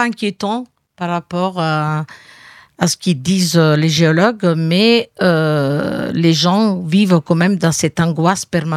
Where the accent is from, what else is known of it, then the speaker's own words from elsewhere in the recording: Pozzuoli, Campania, Italy; Donc, moi, je suis de Pozzuoli, juste à côté du Vésuve.